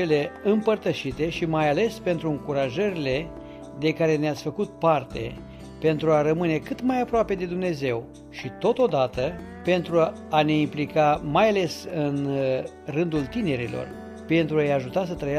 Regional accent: Brussels, Belgium; din Bruxelles.

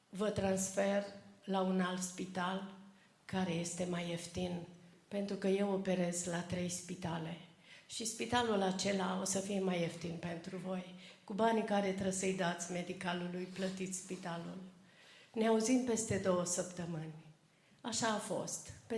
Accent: Romania; Eram oarecare din România pentru el.

